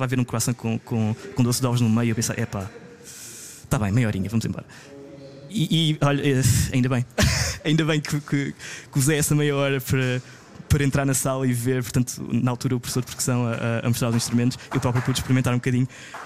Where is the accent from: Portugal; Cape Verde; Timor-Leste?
Portugal; Alcobaça, Centro; eu venho de Alcobaça